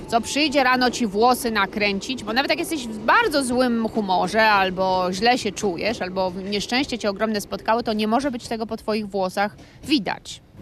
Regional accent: Warsaw, Masovian Voivodeship, Poland; born there; Tak, urodziłam się w Warszawie, mieszkam w Warszawie

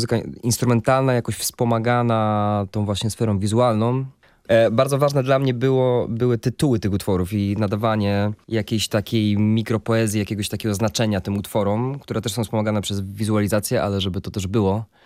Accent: Kalisz, Greater Poland Voivodeship, Poland; now in Gdańsk, Poland; Ja jestem z Kalisza, ale mieszkam w Gdańsku już od jakichś 7 lat teraz.

